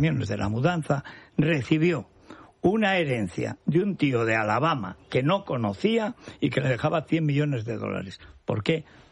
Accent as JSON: {"language": "Spanish", "town": "Teruel", "region": "Aragon", "country": "Spain", "said": "Claro, yo vengo de Teruel y estoy muy maleado."}